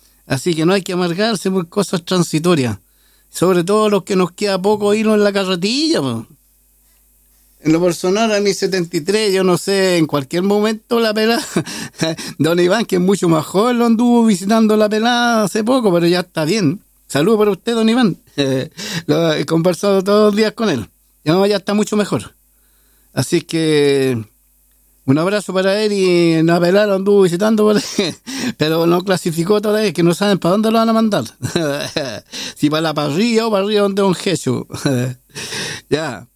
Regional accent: Santiago Metropolitan, Chile; born or raised there

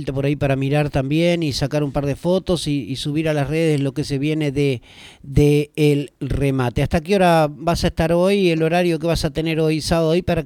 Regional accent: Uruguay

